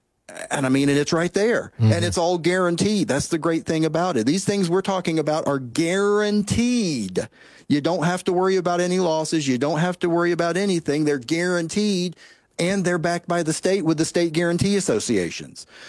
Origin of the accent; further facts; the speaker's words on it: Tennessee, United States; here in my home state of Tennessee